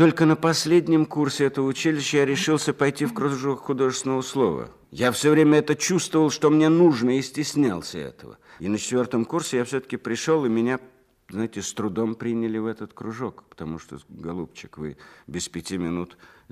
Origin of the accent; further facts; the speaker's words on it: Leningrad Oblast, Russia; в Артемяке, где я родился и вырос мальчишкой, это под Ленинградом